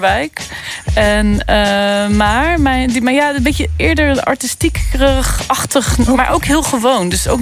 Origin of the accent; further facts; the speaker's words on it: Netherlands; accent: hard G; moved away as an adult; now in Belgium